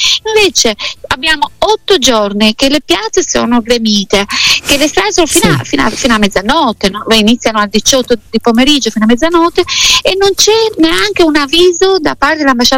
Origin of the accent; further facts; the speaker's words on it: Tirana, Tirana County, Albania; Io sono molto critica perché amo il mio paese, amo la mia Tirana.